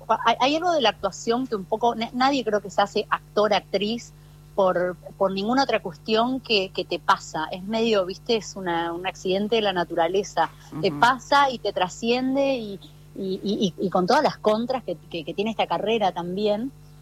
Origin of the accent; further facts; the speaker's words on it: Pampa del Infierno, Chaco, Argentina; de dónde soy, de Pampa del Infierno.